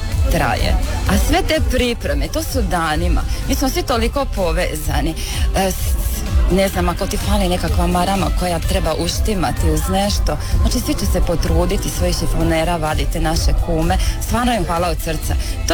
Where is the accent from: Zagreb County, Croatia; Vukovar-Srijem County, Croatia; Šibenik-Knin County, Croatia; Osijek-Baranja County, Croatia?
Vukovar-Srijem County, Croatia; Cerna; iz Cerne, dolazim sa Kudom Tomislav iz Cerne.